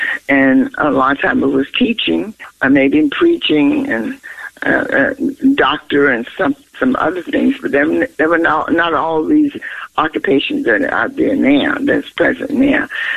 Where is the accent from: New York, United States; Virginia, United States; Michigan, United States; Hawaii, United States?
Virginia, United States; Sutherland; moved away; I grew up in Sutherland, Virginia, which is Dinwiddie County, and we live on a small farm.